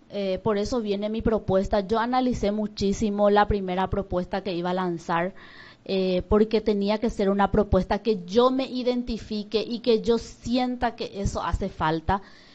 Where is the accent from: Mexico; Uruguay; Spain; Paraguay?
Paraguay; Pedro Juan Caballero, Amambay; nacida y criada en Pedro Juan Caballero